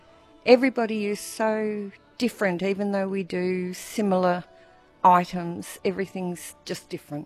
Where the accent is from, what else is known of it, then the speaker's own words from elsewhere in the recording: Perth, Western Australia, Australia; now in Mingenew, Australia; We came from Perth. We figured Mingenew was a nice place to retire, and it's been wonderful. We love it.